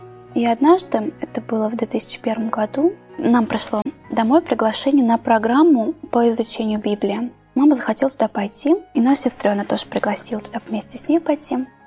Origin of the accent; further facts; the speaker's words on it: Kstovo, Nizhny Novgorod Oblast, Russia; born there; Я родилась в Нижегородской области, в очень красивом и небольшом городе Кстово.